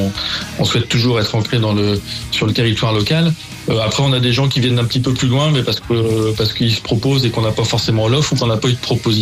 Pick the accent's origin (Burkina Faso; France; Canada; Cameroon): France; Clisson, Pays de la Loire; on n'est pas surpris quand on dit on vient de Clisson et qu'on nous répond Hellfest